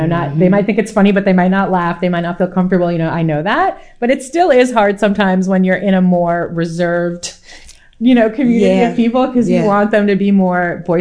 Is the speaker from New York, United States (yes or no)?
yes; New York, United States; I grew up in New York. I grew up going to shows in New York